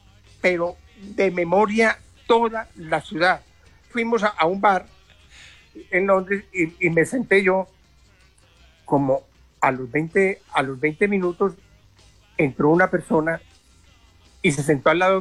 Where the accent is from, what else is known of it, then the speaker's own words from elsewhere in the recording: Colombia; Y le dije, es que, excúseme, soy colombiano, soy periodista